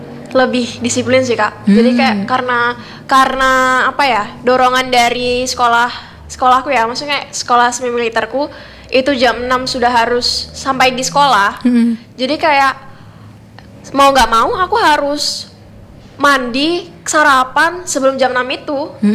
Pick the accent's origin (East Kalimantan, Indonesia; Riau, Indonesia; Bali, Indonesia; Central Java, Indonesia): East Kalimantan, Indonesia; Samarinda; Aku kan dari Samarinda nih, mm-hmm. Dari Samarinda pakainya ya bahasa Indonesia dong, bahasa Indonesia